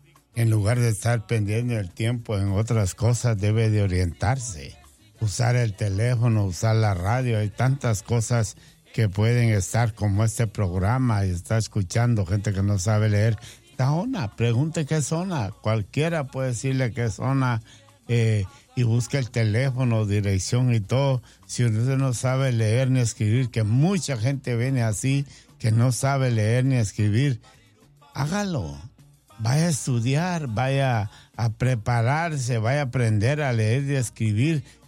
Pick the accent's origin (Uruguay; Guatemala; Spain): Guatemala; now in United States; eso no quiere decir que no sienta Guatemala en el corazón. Pero yo soy ciudadano